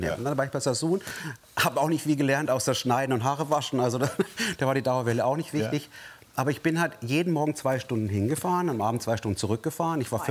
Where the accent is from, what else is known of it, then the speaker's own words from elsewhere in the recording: Bavaria, Germany; Also ich komme aus Bayern